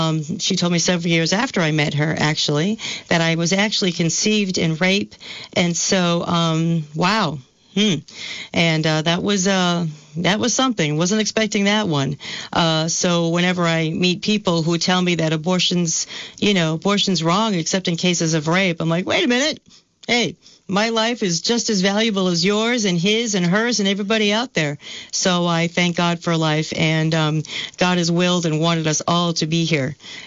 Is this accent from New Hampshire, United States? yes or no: yes; New Hampshire, United States; born there; So I was adopted. I was born in New Hampshire.